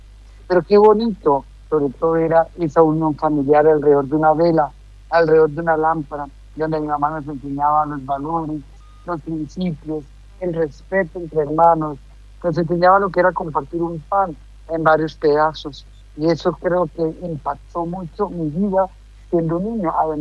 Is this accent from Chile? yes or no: no; Colombia; es un país hermano para nosotros los colombianos.